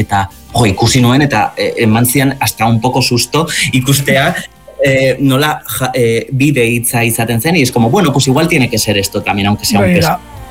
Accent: Zubiri, Navarre, Spain; Bai, bueno, ni Zubirikoa naiz

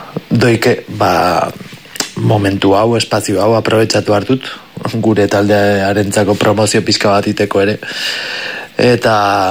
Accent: Amaiur, Navarre, Spain; Erran bezala ni Amaiurkoa naiz.

